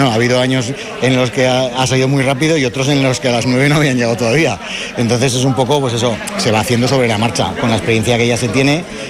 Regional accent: Huesca, Aragon, Spain; yo soy de Huesca

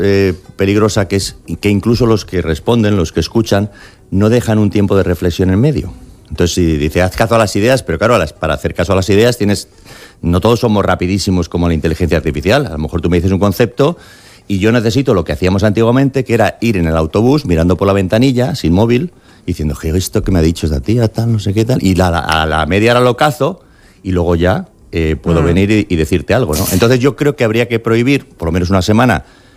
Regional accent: Spain; now in United States; yo soy ciudadano americano, soy español, porque nací aquí y tal, y fui al Colegio de los Sagrados Corazones

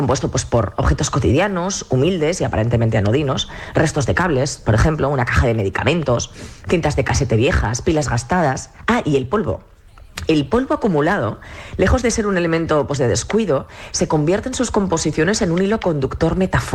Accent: Zaragoza, Aragon, Spain; Pues mirad, yo estoy en Zaragoza, en mi tierra.

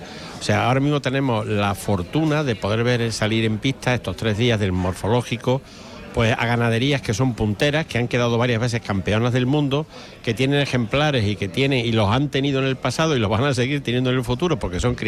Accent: Córdoba, Andalusia, Spain; como cordobés y como persona del mundo del caballo

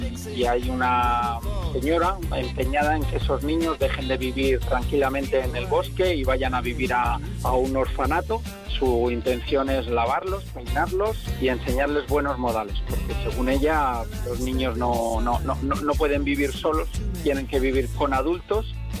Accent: Granada, Andalusia, Spain; Nosotros somos de Granada

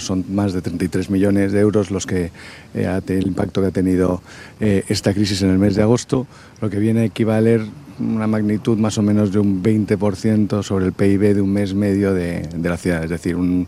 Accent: Madrid, Community of Madrid, Spain; moved away as an adult; now in Ceuta, Spain; Yo soy madrileño y me vine hace 26 años aquí a Ceuta.

